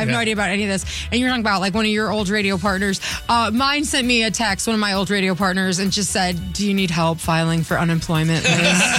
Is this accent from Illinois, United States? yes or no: no; Stanly County, North Carolina, United States; I grew up in Stanley County